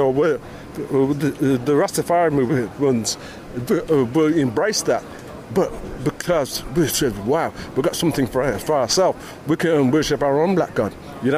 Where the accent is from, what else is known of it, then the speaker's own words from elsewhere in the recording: England, United Kingdom; we were black kids growing up in England, but our parents came from Jamaica.